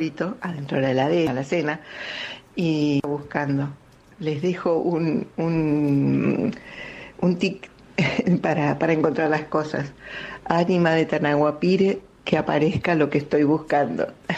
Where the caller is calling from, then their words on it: Devoto, Buenos Aires, Argentina; de Devoto.